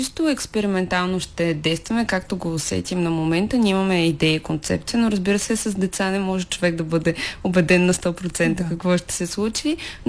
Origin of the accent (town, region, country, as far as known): Plovdiv, Plovdiv Province, Bulgaria; born there